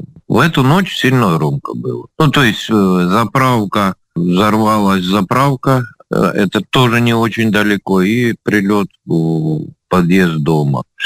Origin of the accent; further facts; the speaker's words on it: Ukraine; now in Belarus; Ну, я родом с Украины, а у меня здесь все.